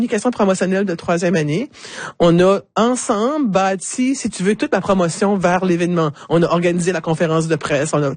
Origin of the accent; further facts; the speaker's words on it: Moncton, New Brunswick, Canada; also born or lived in Dieppe, Canada; C'est que je suis revenue à chez moi à Moncton, je vivais à Dieppe à ce moment-là.